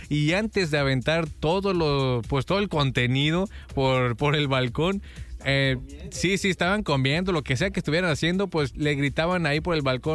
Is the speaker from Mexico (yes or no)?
yes; Mexico; No, pues todos somos mexicanos, yo también soy mexicano.